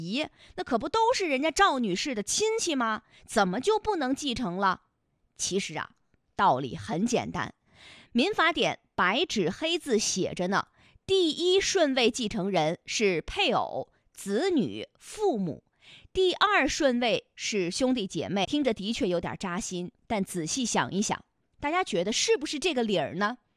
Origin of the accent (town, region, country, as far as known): China